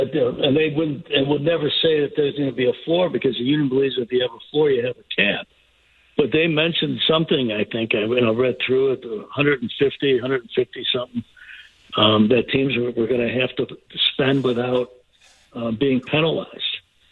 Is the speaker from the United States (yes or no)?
yes; Chicago, Illinois, United States; They've been special since I was a little kid, growing up in Chicago.